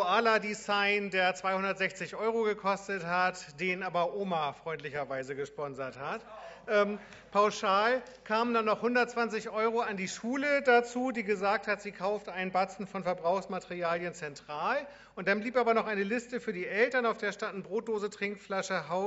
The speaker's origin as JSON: {"language": "German", "town": "Reinbek", "region": "Schleswig-Holstein", "country": "Germany", "said": "Ich komme aus Rheinbeck."}